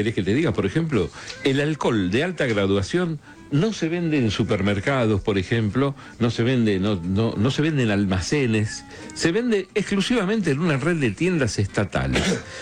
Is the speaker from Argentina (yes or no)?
yes; Argentina